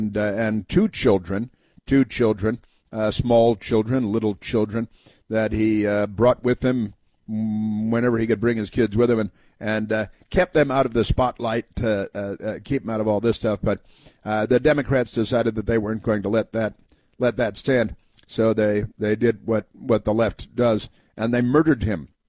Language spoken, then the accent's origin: English; Illinois, United States; He grew up north and west of Chicago, not far from where I did most of my growing up, and it's where regular people come from, at least a lot of them.